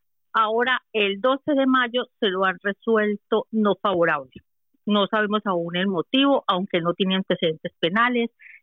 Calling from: Murcia, Region of Murcia, Spain; llamo desde Murcia.

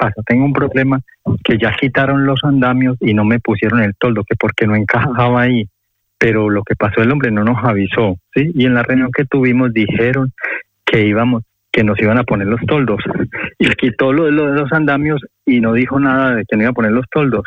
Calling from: Madrid, Community of Madrid, Spain; Llamo aquí de Madrid.

